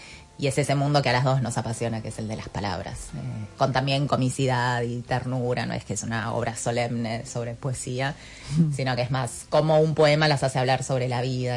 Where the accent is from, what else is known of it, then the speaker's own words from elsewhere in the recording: Argentina; Yo soy full argentina, nací acá, me crié acá toda mi vida. Mis papás también nacieron acá. Y mis abuelos son japoneses.